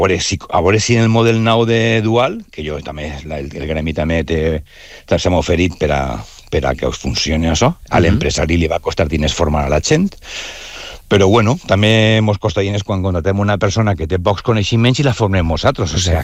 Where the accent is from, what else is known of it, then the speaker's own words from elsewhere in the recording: Valencia, Valencian Community, Spain; soc del Cabanyal, a mi m'encanta eixir pel barri, veure el meu barri